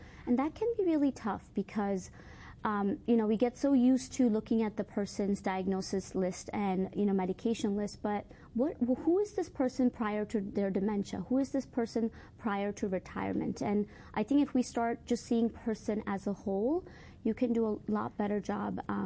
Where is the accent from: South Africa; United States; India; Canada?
India; Yeah, so I grew up in India, and my grandma was a huge part of my life, and I saw how much she did to take care of herself every single day.